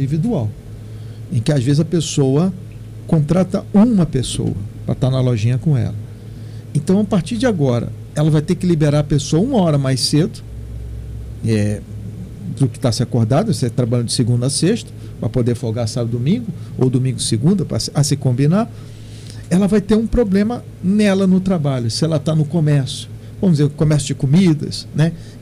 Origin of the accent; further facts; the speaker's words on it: Rio de Janeiro, Brazil; now in São Paulo, Brazil; Eu sou natural do Rio, né? Eu vim para São Paulo importado, mas eu não perdi alguns sotaques lá.